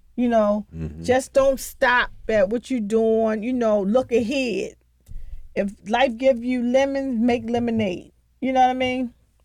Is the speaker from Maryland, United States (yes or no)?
yes; Baltimore, Maryland, United States; I am the author of this journey, and it's all about growing up in Baltimore.